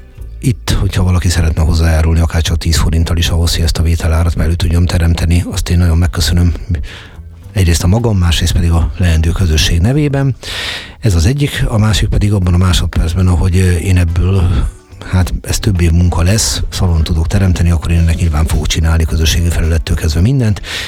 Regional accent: Budapest, Hungary; also born or lived in Jászárokszállás; itt vagyok én, és akkor azt mondom, hogy budapesti vagyok, de jászárokszállási is vagyok, magyar vagyok, világpolgár vagyok

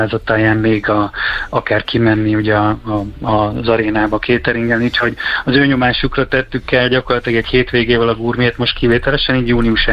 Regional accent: Baja, Bács-Kiskun, Hungary; azt már csak azért is meg kell kóstolnom egyébként, mert bajai vagyok

